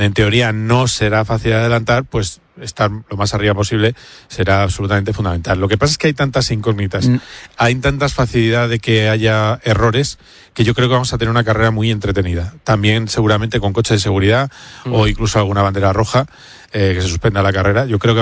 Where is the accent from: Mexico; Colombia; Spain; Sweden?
Spain; Madrid, Community of Madrid; yo como madrileño, pues mira, encantado.